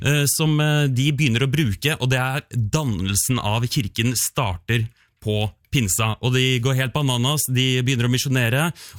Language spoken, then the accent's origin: Norwegian; Southern Norway, Norway; jeg er fra Sørlandet, Bibelbeltet, og da får man kristendommen sprøyta inn fra barnsben av, som morsmelk